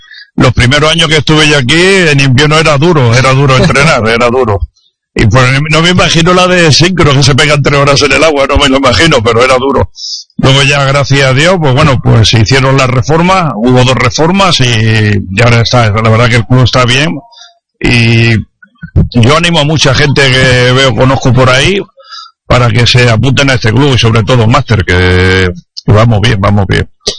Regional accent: Málaga, Andalusia, Spain; moved away as an adult; also born or lived in Zaragoza; now in Las Palmas de Gran Canaria, Spain; Y soy malagueño

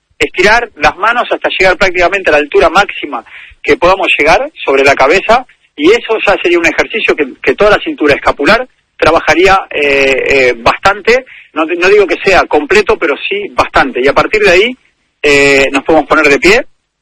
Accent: Spain; moved away; yo hace nada vine de España y hace 25 años

